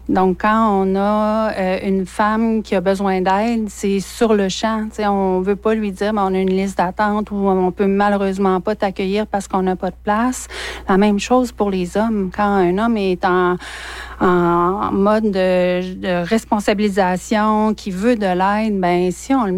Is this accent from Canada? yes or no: yes; Quebec, Canada; chez nous, en Abitibi-Témiscamingue